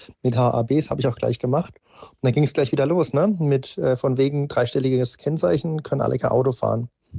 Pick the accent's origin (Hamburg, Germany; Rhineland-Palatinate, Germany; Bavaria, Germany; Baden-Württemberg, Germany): Bavaria, Germany; now in Hammelburg, Germany; Ich bin gebürtig aus dem Spessart, also MSP. Und als ich nach Hammelburg gezogen bin, haben sich meine ganzen Bekannten und Kumpels drüber lustig gemacht, dass ich ursprünglich aus dem Spessart komme